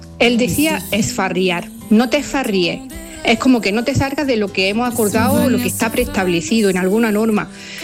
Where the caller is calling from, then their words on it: Santa Fe, Andalusia, Spain; llamo desde Santa Fe, Granada.